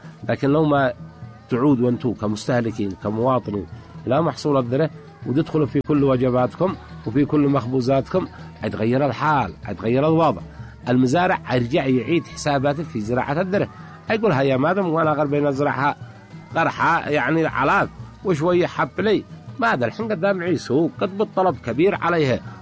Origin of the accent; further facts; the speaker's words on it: Yemen; عندنا في اليمن